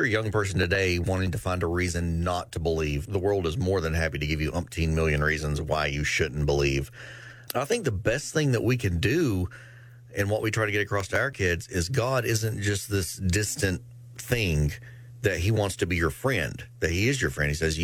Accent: United States; Yeah, you know, like I said, I'm from Buchanan County. My high school class was 63 people.

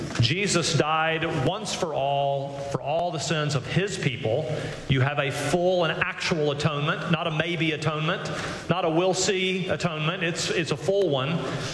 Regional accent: Nashville, Tennessee, United States; I think about our wedding at the church I grew up in Nashville.

